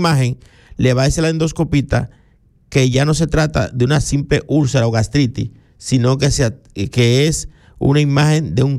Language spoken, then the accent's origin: Spanish; Barahona, Dominican Republic; moved away; yo soy de aquí, de Pescadería